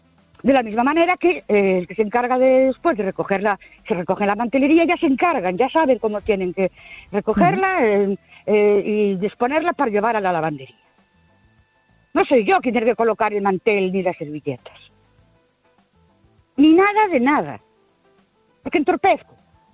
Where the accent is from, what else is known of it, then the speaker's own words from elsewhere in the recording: Ourense, Galicia, Spain; de Ourense otra vez.